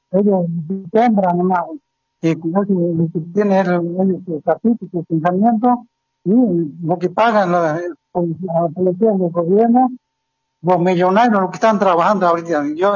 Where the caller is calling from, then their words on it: Montero, Santa Cruz, Bolivia; yo me llamo de aquí Montero, Juan Pablo II